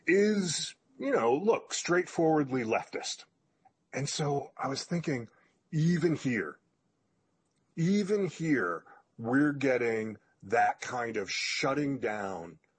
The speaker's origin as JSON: {"language": "English", "country": "United States", "said": "So I said, I'm an American Jew, and I don't understand what the objection is"}